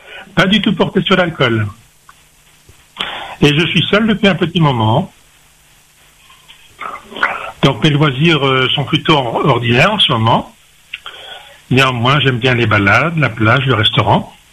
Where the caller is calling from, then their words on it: La Possession, Réunion; J'habite à la Possession, j'ai 70 ans, et je suis blanc de peau.